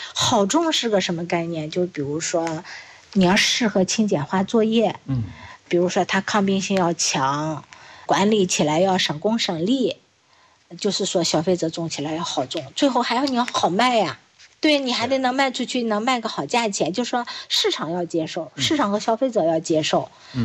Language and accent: Chinese; China; 因为我们中国人还是颜值社会嘛